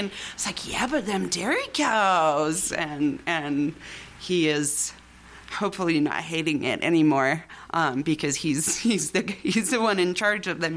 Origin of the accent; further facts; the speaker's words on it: Paris, Île-de-France, France; moved away as an adult; now in Smoot, United States; But I was born and raised in France by two passionate musicians, right in Paris, really.